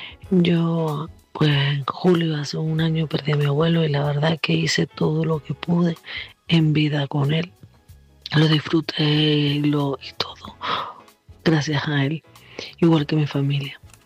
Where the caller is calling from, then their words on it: Las Palmas de Gran Canaria, Canary Islands, Spain; de La Palma de Gran Canaria.